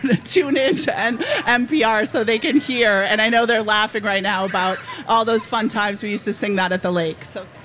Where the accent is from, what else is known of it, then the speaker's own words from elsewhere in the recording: Minnetonka, Minnesota, United States; Minnetonka.